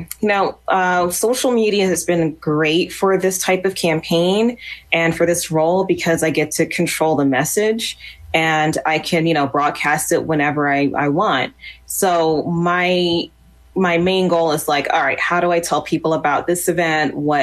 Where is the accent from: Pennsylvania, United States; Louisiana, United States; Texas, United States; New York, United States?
Pennsylvania, United States; Philadelphia; I'm from Germantown.